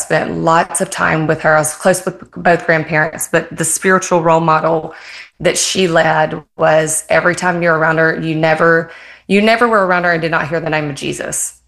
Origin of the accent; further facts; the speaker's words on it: Bible Belt, United States; I grew up in the Bible Belt in church.